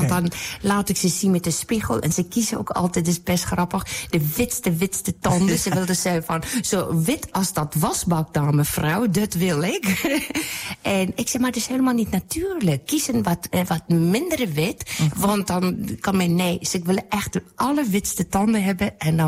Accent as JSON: {"language": "Dutch", "country": "South Africa", "said": "Nou, ik kom natuurlijk uit Zuid-Afrika."}